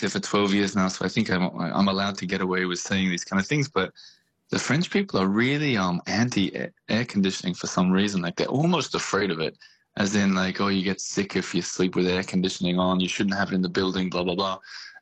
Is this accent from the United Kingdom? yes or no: no; Australia; as an Australian myself, I tell you, it's an awful lot worse than